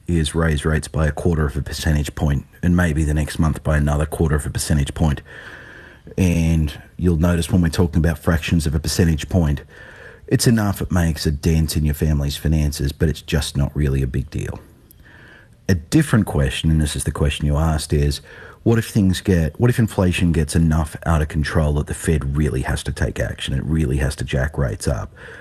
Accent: Australia; now in United States; a more functional democracy like my home country of Australia

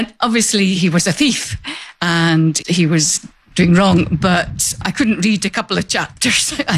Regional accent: Edinburgh, Scotland, United Kingdom; I'm from Edinburgh.

